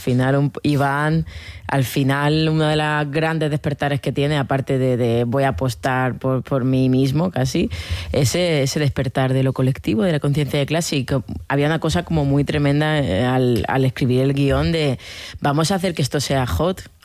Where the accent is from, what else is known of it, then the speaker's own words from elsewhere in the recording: Morocco; Soy hispano-marroquín y marroquín. Soy hispano-marroquín, transcultural